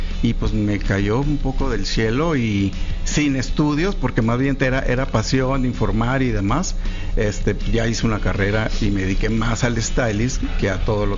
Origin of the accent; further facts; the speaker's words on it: Hermosillo, Sonora, Mexico; yo de, claro, niño adolescente en Sonora.